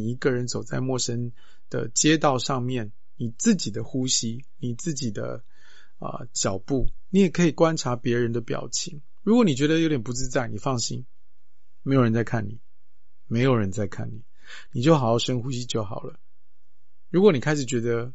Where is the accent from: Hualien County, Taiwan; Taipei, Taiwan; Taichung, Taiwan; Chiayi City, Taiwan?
Taipei, Taiwan; 我是台北出生长大，对我来讲桃园已经陌生了，竹苗就更不用提了